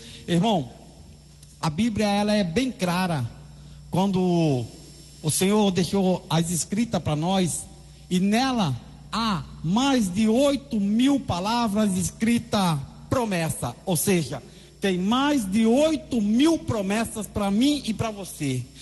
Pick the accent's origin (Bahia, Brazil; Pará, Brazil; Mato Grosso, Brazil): Mato Grosso, Brazil; now in Natal, Brazil; Sou do estado de Mato Grosso, mas hoje eu moro em Natal há 10 anos e congrego na Assembleia de Deus, né, Rocha de Salvação, ali no setor 29.